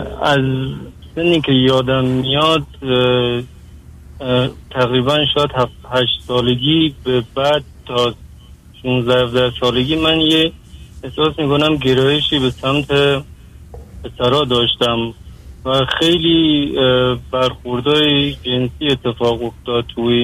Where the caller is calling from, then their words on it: Iran; آقای دکتر، من از ایران تماس میگیرم، 31 سالمه.